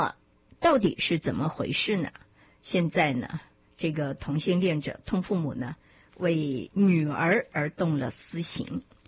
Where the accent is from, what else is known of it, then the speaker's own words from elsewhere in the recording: China; 可是我们中国人呢就觉得